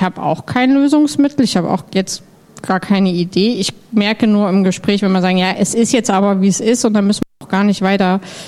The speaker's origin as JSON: {"language": "German", "town": "Dresden", "region": "Saxony", "country": "Germany", "tie": "born or raised there", "said": "Jetzt bin ich in Dresden aufgewachsen"}